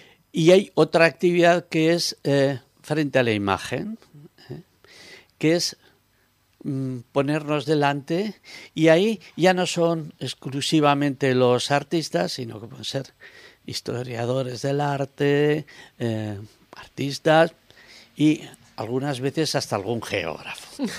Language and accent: Spanish; Soria, Castile and León, Spain; born there; moved away; Y busqué mi pueblo y lo vi allí, junto al barranco de la Cañada con sus huertas.